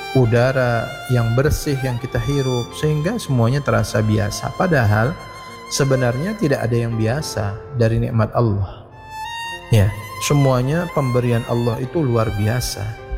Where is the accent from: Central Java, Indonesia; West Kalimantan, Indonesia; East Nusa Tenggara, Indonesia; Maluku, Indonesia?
West Kalimantan, Indonesia; kita sama-sama sebagai warga Kalimantan Barat, Kota Pontianak dan sekitarnya, ya, yang ada di Kalimantan Barat ini.